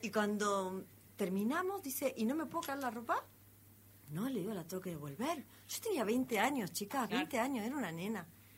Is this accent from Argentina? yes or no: yes; Buenos Aires, Argentina; born there; now in Salta, Argentina; A mi pueblo natal, lo pensé cuando los chicos...